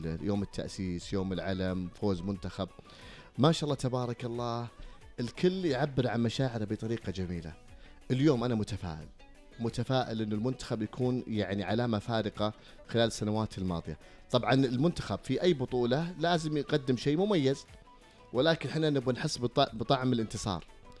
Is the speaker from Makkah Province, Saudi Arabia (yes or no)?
yes; Jeddah, Makkah Province, Saudi Arabia; انبسطت لما اشوف مدينتي جده